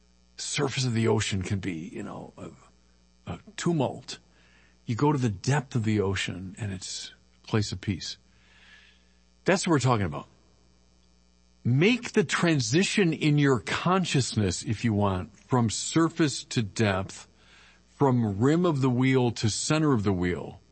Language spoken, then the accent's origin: English; Chicago, Illinois, United States; I'm from Chicago